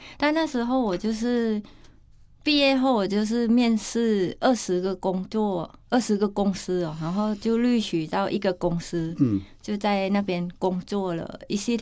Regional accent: Pathum Thani, Thailand; Chinese is a second language; moved away as an adult; now in New Taipei, Taiwan; 我在泰国出生长大。

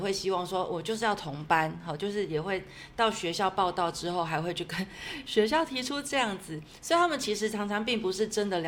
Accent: Kaohsiung, Taiwan; 大家好，我是一名来自高雄的老师，

